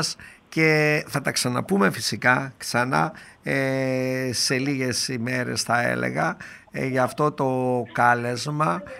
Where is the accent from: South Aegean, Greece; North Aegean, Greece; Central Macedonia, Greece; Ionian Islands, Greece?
Central Macedonia, Greece; Kilkis; εκεί πέρα στον τόπο μου, στο Κελκί, στο Αγιονέρι, τα καρπουζοχώρια, τα κοσμήματα της πατρίδας μας